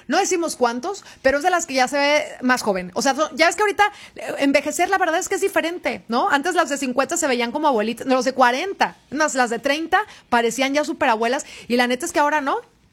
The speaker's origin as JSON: {"language": "Spanish", "country": "Mexico", "said": "el poder tener esa conexión como mexicanos"}